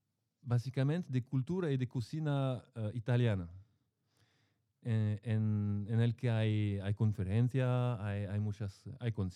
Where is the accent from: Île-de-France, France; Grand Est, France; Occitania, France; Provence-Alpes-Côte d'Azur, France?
Provence-Alpes-Côte d'Azur, France; Marseille; Spanish is a second language; moved away; Yo vengo de Marsella y antes de venir aquí en Boquer